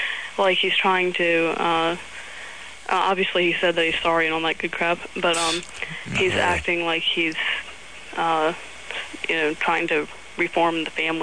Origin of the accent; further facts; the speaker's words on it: Connecticut, United States; now in West Palm Beach, United States; I was raised in Connecticut